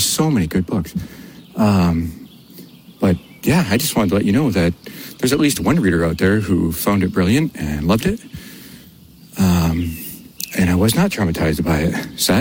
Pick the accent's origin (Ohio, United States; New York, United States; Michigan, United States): Michigan, United States; I grew up in Michigan.